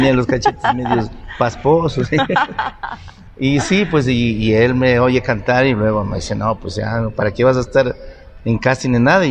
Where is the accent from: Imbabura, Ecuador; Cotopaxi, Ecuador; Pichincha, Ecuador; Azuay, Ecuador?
Imbabura, Ecuador; moved away; yo de Pimán Power